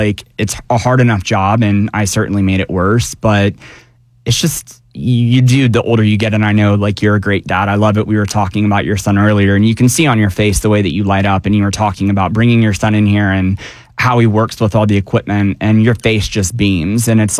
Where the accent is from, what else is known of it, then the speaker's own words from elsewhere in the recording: Marietta, Georgia, United States; I grew up in Marietta, Georgia.